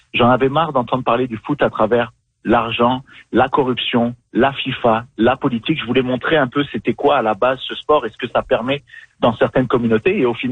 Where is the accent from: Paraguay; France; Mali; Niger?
Niger; born there; Moi, je suis né au Niger, en Afrique de l'Ouest.